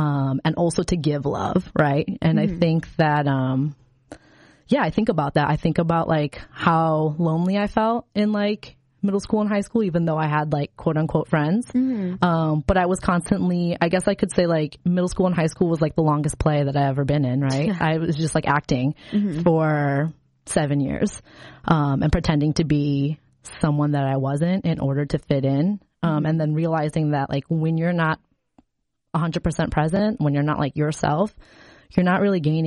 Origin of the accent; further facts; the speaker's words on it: Chicago, Illinois, United States; also born or lived in Indiana; we had moved from the city. Like I grew up in Chicago and we had moved to a very rural town in Indiana.